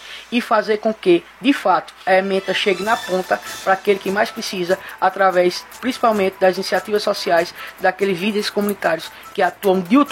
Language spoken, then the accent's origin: Portuguese; Caruaru, Pernambuco, Brazil; sou de Caruaru, moro em Caruaru.